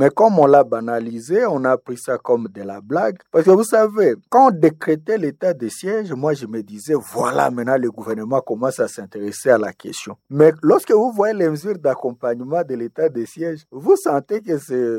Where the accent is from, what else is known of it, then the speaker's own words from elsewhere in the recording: DR Congo; chez nous au Nord Kivu et en Ituri